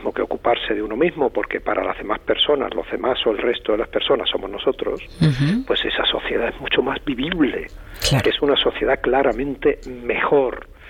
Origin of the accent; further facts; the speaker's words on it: Málaga, Andalusia, Spain; como decimos en Málaga, en mi tierra?